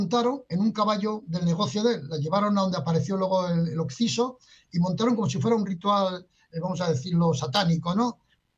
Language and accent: Spanish; Pamplona, Navarre, Spain; un día, precisamente volviendo a mi tierra en Pamplona